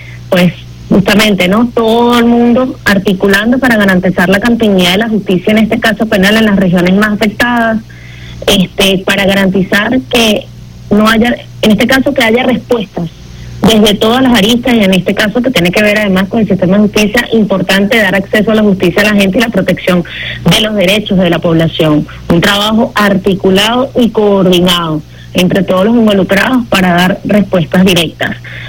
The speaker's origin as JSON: {"language": "Spanish", "country": "Venezuela", "said": "este gran reto que tenemos ahora como venezolanos y venezolanas de reconstrucción de la sociedad y del ser humano. Desde acá, desde Radio Nacional de Venezuela"}